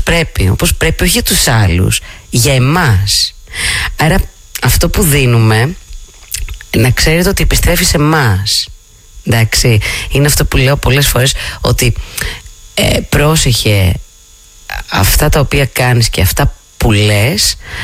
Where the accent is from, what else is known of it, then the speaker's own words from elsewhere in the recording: Pitsi, Central Greece, Greece; Απέναντι από το δικό μου το χωριό, το γνωστό και ξεκουστό με τα 30 σπίτια, το Πίτσι, το χωριό μου, εντάξει, νομός Θεότιδας